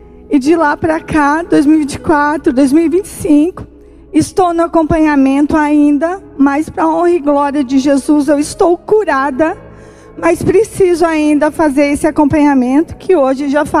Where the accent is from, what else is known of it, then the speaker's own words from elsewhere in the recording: Araucária, Paraná, Brazil; Eu sou de Araucária.